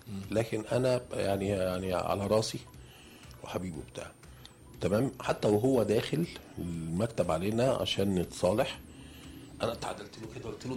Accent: Egypt; في بلدي في مصر

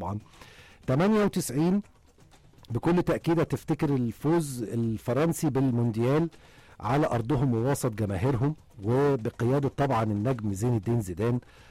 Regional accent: Egypt; احنا كمصريين وعشاق لكرة القدم

